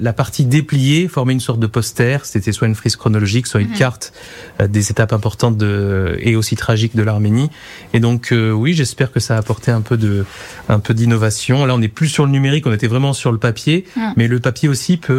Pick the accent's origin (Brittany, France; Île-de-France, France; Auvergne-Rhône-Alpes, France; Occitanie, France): Auvergne-Rhône-Alpes, France; Valence; now in Lyon region, France; j'ai un petit peu grandi dans les structures de la communauté arménienne. Je suis de Valence à la base